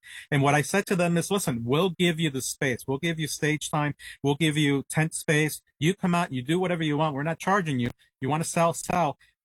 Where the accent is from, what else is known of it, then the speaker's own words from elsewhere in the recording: New York City, New York, United States; also born or lived in Tuxedo; I'm from New York City and upstate New York and Tuxedo. We would have festivals and, you know, I would always see that up there.